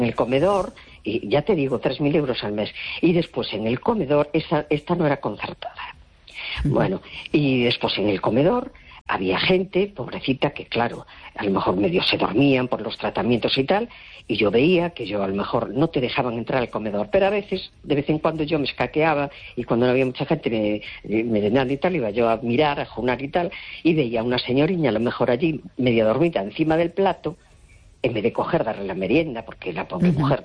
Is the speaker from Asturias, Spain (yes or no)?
no; A Coruña, Galicia, Spain; Hola, buenas noches … de La Coruña.